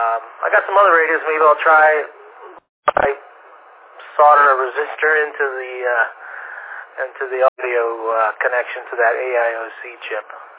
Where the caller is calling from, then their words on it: Simpsonville, South Carolina, United States; in Simpsonville, South Carolina.